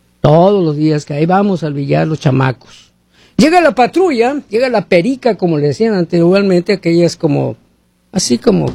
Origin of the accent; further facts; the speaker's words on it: Mexico; now in United States; Yo entiendo porque soy mexicano